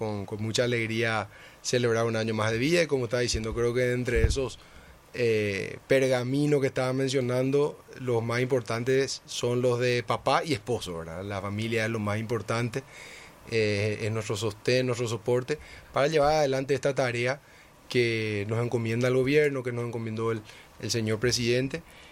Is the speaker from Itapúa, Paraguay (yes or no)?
yes; Encarnación, Itapúa, Paraguay; cuando tuve 16 y 17 años en Encarnación, mi ciudad natal